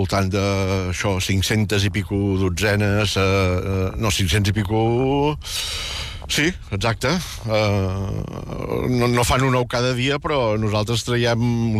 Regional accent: Catalonia, Spain

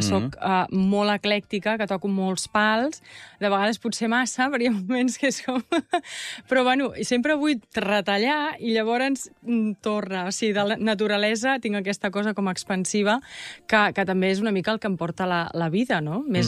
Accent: Catalonia, Spain; jo he crescut molt a l'Empordà

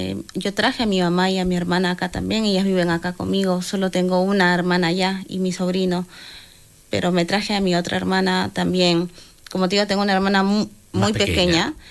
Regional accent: Peru; moved away; No lo creo, porque la situación en mi país ahorita está muy complicada realmente.

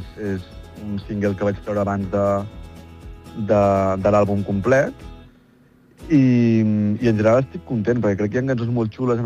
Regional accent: Terrassa, Catalonia, Spain; born there; moved away as an adult; now in Lleida, Spain; sóc nascut a Terrassa, ara tinc 28 anys, i m'he mudat a Lleida fa un any i mig.

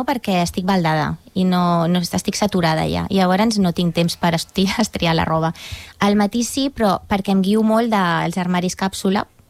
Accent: Molins de Rei, Catalonia, Spain; also born or lived in Barcelona / Bagà; Doncs vaig néixer a Barcelona i he viscut aquí a Molins. Doncs vaig viure uns 26 anys i llavors me'n vaig anar a Bagà a viure. Vaig estar allà 6 o 7 anys.

